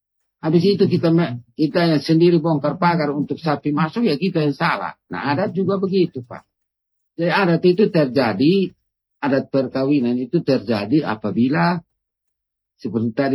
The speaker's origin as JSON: {"language": "Indonesian", "town": "Amanuban", "region": "East Nusa Tenggara", "country": "Indonesia", "said": "Ya, ya kalau tradisi saya kan orang Amanuban, jadi saya tidak boleh minta adat lebih dari istri saya."}